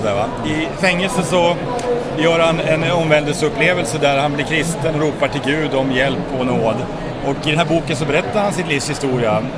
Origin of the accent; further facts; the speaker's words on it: Gävle, Gävleborg County, Sweden; now in Karlstad, Sweden; Jag kommer ursprungligen från Gävle, men jag bor i Karlstad sedan 17 år tillbaka